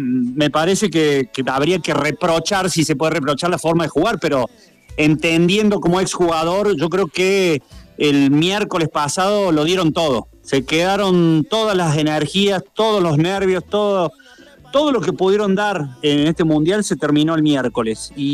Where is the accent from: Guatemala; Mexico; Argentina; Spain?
Argentina; triste como cualquier argentino en este momento.